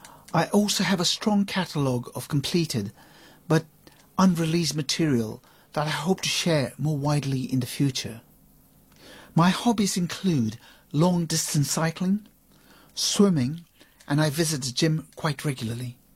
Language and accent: English; London, United Kingdom; I'm a songwriter from London.